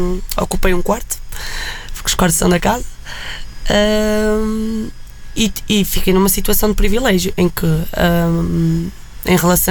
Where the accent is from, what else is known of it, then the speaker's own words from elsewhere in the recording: Carrazeda de Ansiães, Norte, Portugal; moved away as an adult; now in Coimbra, Portugal; E eu sou de Carraseda de Anciães, Transmontana